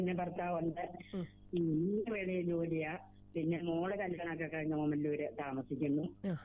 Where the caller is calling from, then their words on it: Kadampanad, Kerala, India; ഞാൻ പത്തനംതിട്ട കടമ്പനത്തിൽ നിന്ന് വിളിക്കുന്നു.